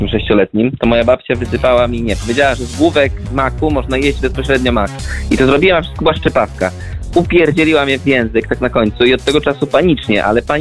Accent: Wrocław, Lower Silesian Voivodeship, Poland; born there; also born or lived in United States; urodziłem się we Wrocławiu

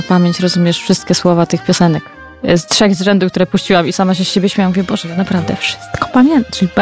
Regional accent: Poznań, Greater Poland Voivodeship, Poland; jestem z Poznania

